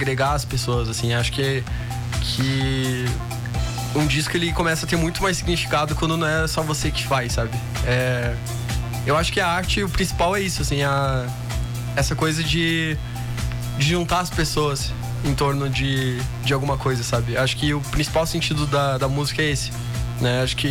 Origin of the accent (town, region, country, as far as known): Santa Catarina, Brazil